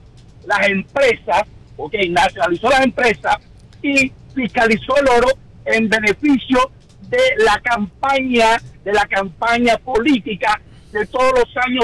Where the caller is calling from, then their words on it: Cuba; No, yo soy cubano.